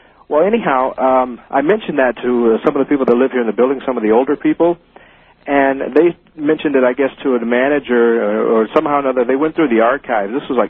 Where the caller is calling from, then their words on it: Los Angeles, California, United States; I'm in the aspiring actor here in Los Angeles.